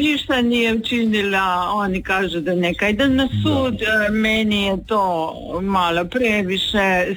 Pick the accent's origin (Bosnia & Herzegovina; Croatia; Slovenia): Slovenia; Koper, Coastal–Karst; iz Kopra sam, ali ja sam Hrvatica rodom. Čekajte, sad vam polako, Hrvatice sam rodom, molim vas. Rođena u Sloveniji i živjela u Sloveniji, ali ja sam, ono, prava Hrvatica.